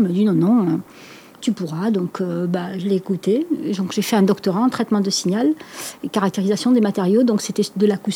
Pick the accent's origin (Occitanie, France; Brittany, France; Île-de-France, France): Occitanie, France; Alès; je suis née à Alès. J'ai fait mon école maternelle, et ça a son importance, à l'école Nadine Worms